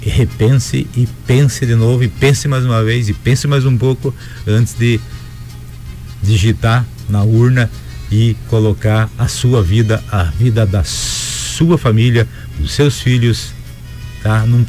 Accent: Brazil; a gente é brasileiro

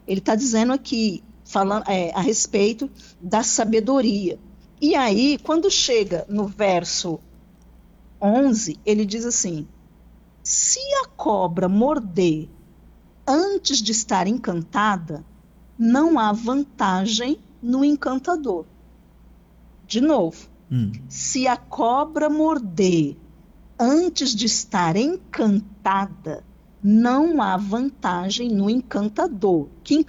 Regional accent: São Paulo, Brazil; Eu nasci no Butantã. Eu sempre digo, quando perguntam, você é de São Paulo, de onde? Eu nasci e me criei no Butantã

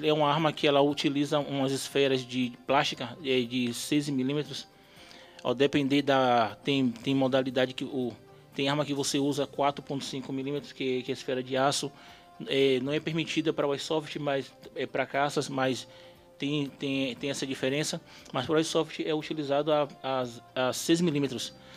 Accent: Salvador, Bahia, Brazil; moved away as an adult; now in Conceição do Jacuípe, Brazil; Também sou soteropolitano, não sou filho de Conceição Jacuípe.

